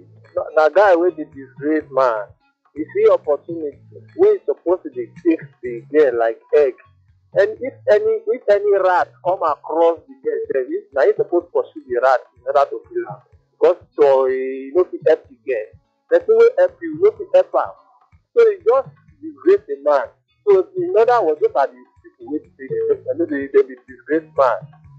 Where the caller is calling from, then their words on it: Lagos, Nigeria; I'm calling from Ijora.